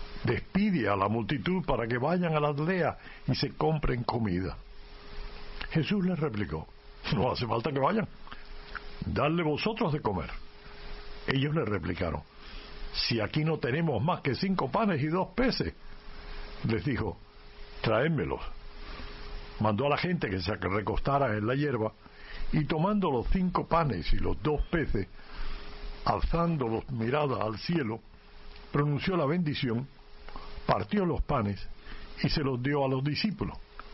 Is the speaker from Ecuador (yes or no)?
no; Cuba; moved away; No, en Cuba ya una vez que salí de Cuba.